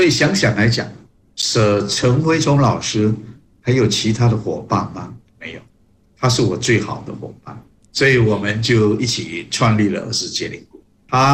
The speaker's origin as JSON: {"language": "Chinese", "town": "Chaozhou", "region": "Guangdong", "country": "China", "said": "我从小的时候，因为我是潮州人嘛，我母亲在我很小的时候，到中秋节，她都会特别准备贡品。"}